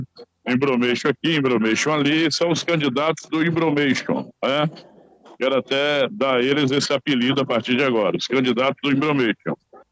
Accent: Bahia, Brazil; eu sou daqui, eu luto por esse povo, eu estou no dia a dia desse povo

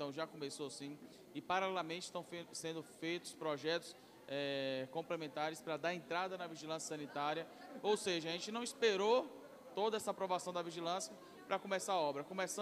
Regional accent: Feira de Santana, Bahia, Brazil; eu fui nascido e criado aqui em Feira de Santana.

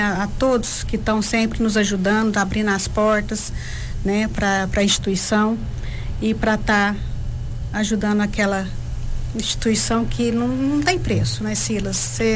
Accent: Sacramento, Minas Gerais, Brazil; Sou de Sacramento, há muitos anos aqui

